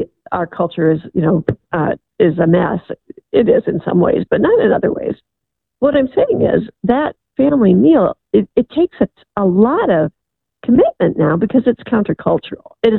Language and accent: English; Midwest, United States; I grew up in the Midwest.